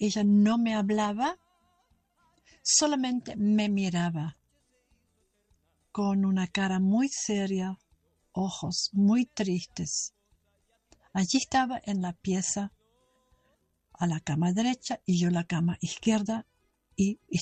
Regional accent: Uruguay; now in Germany; Tú tienes 2 y yo tengo 2 raíces. Entonces tú conoces música, valores, trabajo, tierra, país, tiempo, que hay solamente en Kazajstán y yo solamente en Uruguay. Y para ti era muy nuevo de llegar a Alemania y para mí también

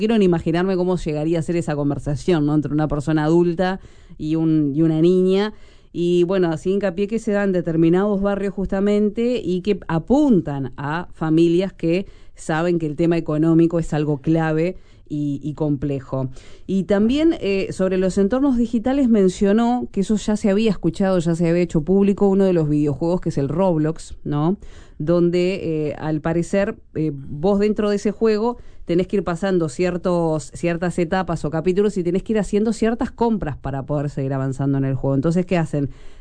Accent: Montevideo, Uruguay

